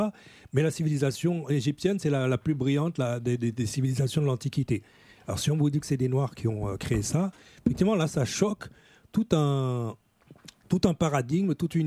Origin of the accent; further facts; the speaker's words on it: Paris, Île-de-France, France; born there; mon sang est bassa, ignolé, mebigno, inpoulassi, je suis né à Paris, en France, Mbengue.